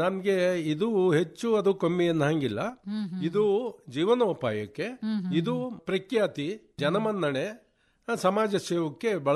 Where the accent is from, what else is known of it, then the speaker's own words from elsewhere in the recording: Kattebelaguli, Karnataka, India; ನಮ್ಮ ಹುಟ್ಟೂರು ಕಟ್ಟೆಬೆಳಗುಳಿ ಇಲ್ಲಿ. ಆಮೇಲೆ ಮಾಧ್ಯಮಿಕ ವ್ಯಾಸಂಗ ಹಳೆಕೋಟೆಯಲ್ಲಿ.